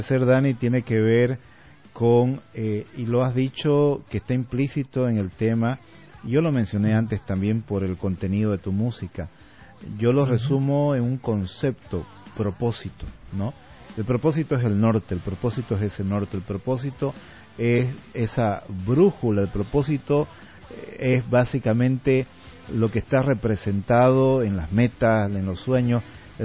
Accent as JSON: {"language": "Spanish", "country": "Bolivia", "said": "nosotros como acá bolivianos"}